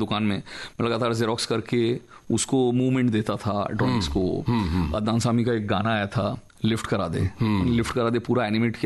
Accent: Athabira, Odisha, India; also born or lived in Bhilai; तब तक हम उड़ीसा शिफ्ट हो चुके थे भिलाई से, और ये बहुत छोटा सा गांव था, इसका नाम अथाबिरा है। मतलब वहाँ आप … अथाबिरा लिख के चिट्ठी डालिए, मेरे घर आ जाती थी

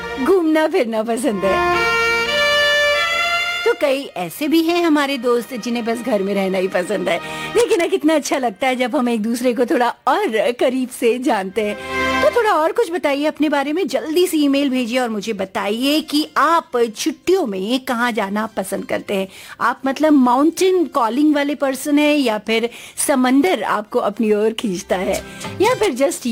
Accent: Rajkatra Ahmadpur, Uttar Pradesh, India; Actually मेरा गांव राजकटरा अहमदपुर बाराबंकी में है।

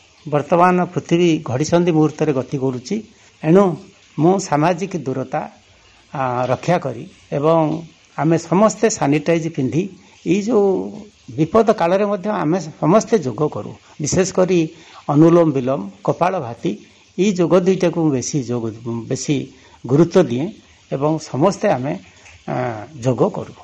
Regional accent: Tangar, Odisha, India; ଆମ ଗାଁ ନାଁ ହେଉଛି ଟାଙ୍ଗର, ଏଇ ପଥର ଉପରେ ଆମେ ଗୋଟିଏ ଭଲ ମନ୍ଦିର ତିଆରି କରିଛୁ

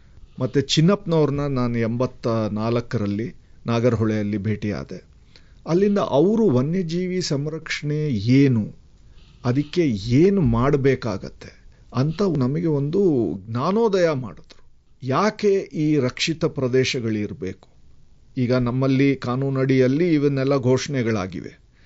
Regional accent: Bengaluru, Karnataka, India; ನಾನು ಬೆಂಗಳೂರು

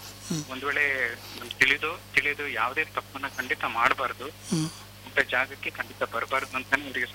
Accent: Hiriyur, Karnataka, India; ನನ್ನ ಊರು ಸರ್, ನಮ್ಮ ಚಿತ್ರದುರ್ಗ ಡಿಸ್ಟಿಕ್ ಹಿರೂರು ತಾಲೂಕು ಉಳಿ ನಳಗು ಊರು.

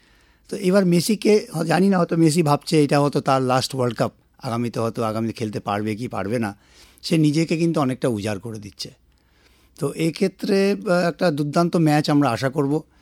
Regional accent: India; আমরা ভারতীয় হিসাবে

